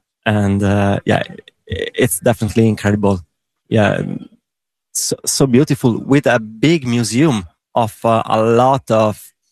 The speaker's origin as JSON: {"language": "English", "country": "Italy", "second_language": "English", "moved": "yes", "said": "I come from Italy, in a place where golf is not so popular like here."}